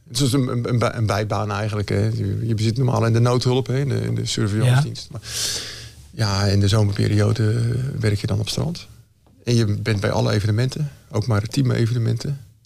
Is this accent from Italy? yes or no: no; Katwijk, South Holland, Netherlands; En mijn vader die kreeg uiteindelijk een baan in Katwijk als leraar. De Juliane MAVO. En daar heb ik de eerste jaren van mijn leven doorgebracht.